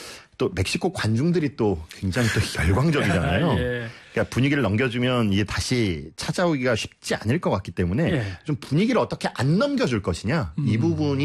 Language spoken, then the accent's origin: Korean; South Korea; 저는 이제 한국 사람이니까요.